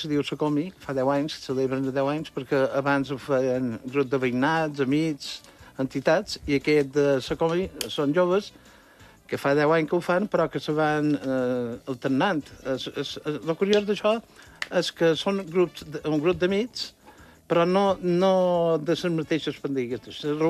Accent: Balearic Islands, Spain; Jo som de la Vilanova.

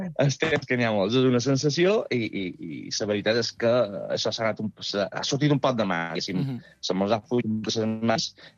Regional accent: Mallorca, Balearic Islands, Spain; Sóc a Mallorca, de Mallorca, sí.

